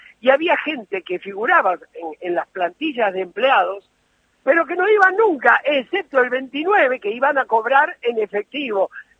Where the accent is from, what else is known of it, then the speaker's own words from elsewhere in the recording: Boulogne Sur Mer, Buenos Aires Province, Argentina; also born or lived in Barracas, Buenos Aires; yo nací en Barracas, pero me crié en Boulogne. En Boulogne, cuando yo fui a vivir ahí, era un lugar muy descampado y había una gran cantidad de italianos.